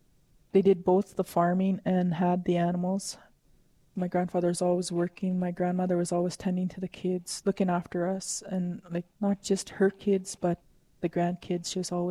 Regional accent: James Smith Cree Nation, Saskatchewan, Canada; I'm from the James Smith Cree Nation in Saskatchewan. As I grew up on the reserve in James Smith, I kind of had a carefree life. No worries, no nothing. We just able to roam around. We lived, had a farm, riding horses

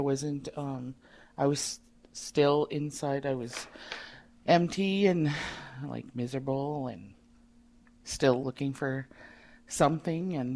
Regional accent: Kikino, Alberta, Canada; I'm from the Kikino Métis Settlement in northern Alberta. I grew up in Kikino. I lived here all my life.

